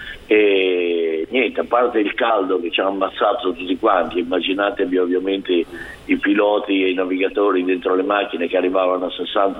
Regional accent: Sanremo, Liguria, Italy; io sono di Sanremo

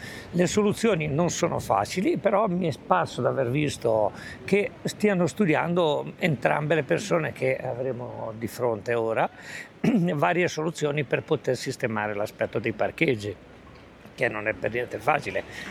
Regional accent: Lerici, Liguria, Italy; also born or lived in Milan; io sono cresciuto qua, sono sempre stato qua.

